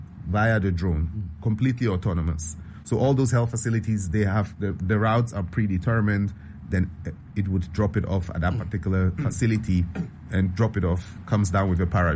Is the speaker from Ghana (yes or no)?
yes; Ghana; Firstly, for myself, I'm Ghanaian, and I want to drive modern 21st century technologies in Ghana, right?